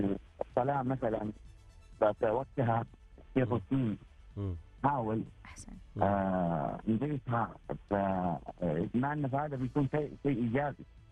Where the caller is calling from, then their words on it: Riyadh, Riyadh Province, Saudi Arabia; من الرياض.